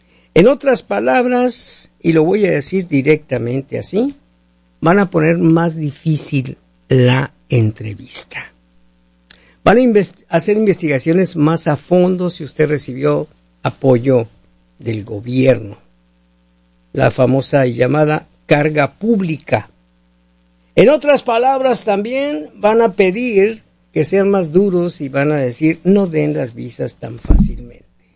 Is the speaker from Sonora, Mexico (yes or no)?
yes; Hermosillo, Sonora, Mexico; now in United States; Yo sé que están sufriendo muchísimo calor allá en nuestra tierra.